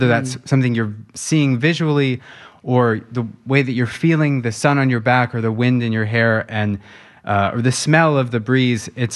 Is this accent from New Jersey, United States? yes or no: no; Sunriver, Oregon, United States; also born or lived in Los Angeles / London; I grew up in Sun River, Oregon, and both of my parents very outdoorsy, you know, hunting, fishing, kayaking, golfing.